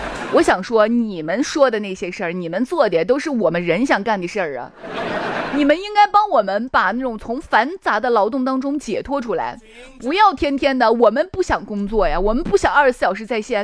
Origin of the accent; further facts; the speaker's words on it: Xi'an, Shaanxi, China; 我是来自长安县的